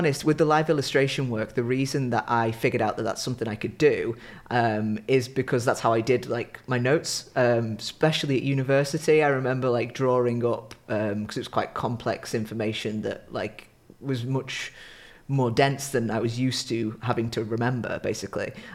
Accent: Stoke-on-Trent, West Midlands, United Kingdom; I am an illustrator from Stoke-on-Trent.

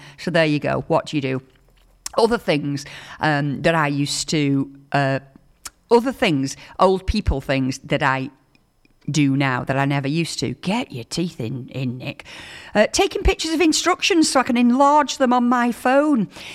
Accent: Wigan, North West England, United Kingdom; and I am from Wigan, so we don't say schedule, we say schedule.

